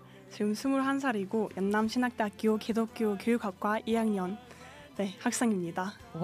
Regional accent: Mongolia; Korean is a second language; moved away as an adult; now in South Korea; 저 몽골에서 왔습니다.

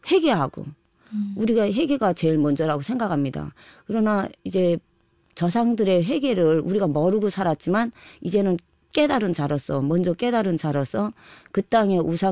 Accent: North Korea; now in South Korea; 우리 북한 땅에 내 고향에 있는

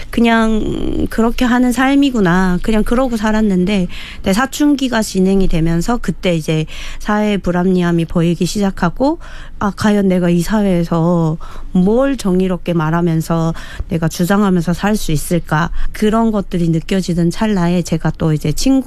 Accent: North Korea; moved away as an adult; also born or lived in China; now in South Korea; 제가 살던 곳은 두만강 인근 쪽에서 살고 있었고요. 한국에 온 지 지금 한 18년 정도는 되는 것 같습니다.

